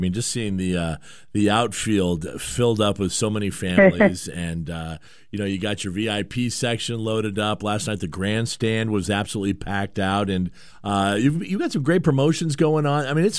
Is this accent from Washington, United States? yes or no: yes; Bellingham, Washington, United States; I grew up in Joe Martin Field, basically, back when it was the Baby M's.